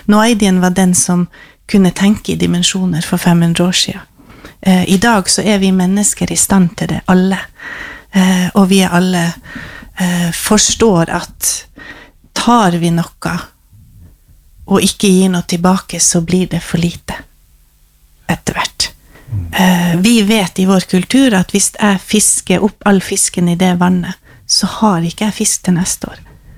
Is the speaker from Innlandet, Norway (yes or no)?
no; Finnmark, Norway; Jeg kommer fra Øst-Finnmark, Øst-Varanger, vi har ikke trær.